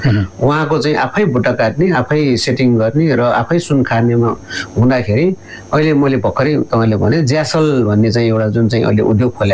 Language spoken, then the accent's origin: Nepali; Bhaktapur, Bagmati, Nepal; अब हामी खास पनि भक्तपुरको बासिन्दा हौँ होइन, यहाँ भक्तपुरहरूको एउटा कस्तो भन्दाखेरि गरगहनामा ठुलो योगदान छ.